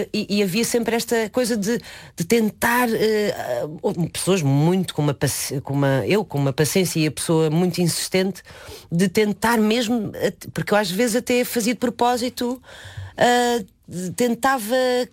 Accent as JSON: {"language": "Portuguese", "town": "Cascais", "region": "Lisbon", "country": "Portugal", "tie": "born or raised there", "also_born_or_lived": "Leiria", "said": "Não, por acaso acho que nunca tive o hábito de dizer que sou de Leiria, porque nasci lá e com meses de idade mudei-me para Cascais. Mudei-me não, os meus pais mudaram-se e levaram-me atrás."}